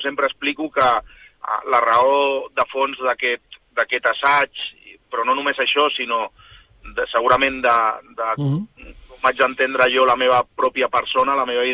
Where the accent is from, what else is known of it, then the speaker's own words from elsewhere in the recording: El Vendrell, Catalonia, Spain; Jo no soc de Valls, soc del Vendrell.